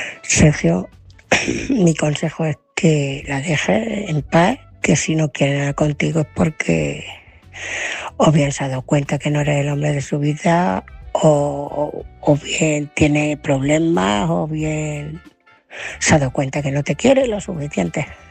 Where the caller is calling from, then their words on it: Ciudad Real, Castilla-La Mancha, Spain; Buenas noches, Álvaro. Buenas noches, corresponsales. … de Ciudad Real.